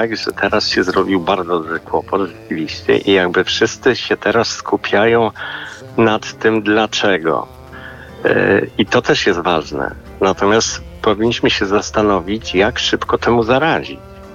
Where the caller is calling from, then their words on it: Warsaw, Masovian Voivodeship, Poland; z Warszawy.